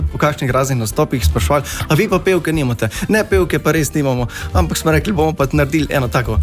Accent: Krško, Lower Sava, Slovenia; Prihajam iz kraja Krško, kjer se Sava deli, polovica Krškega je pod Dolenjsko spada, polovica pod Štajersko. Tako da sem iz levega brega, sem iz Štajerske.

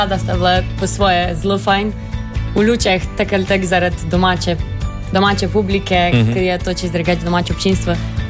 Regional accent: Luče, Savinja, Slovenia; večinoma prihajamo iz Ljuč, Gornja Savinjska dolina.

